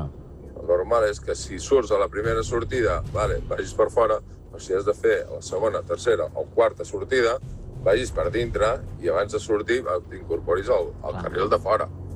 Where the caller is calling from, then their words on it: Igualada, Catalonia, Spain; d'Igualada.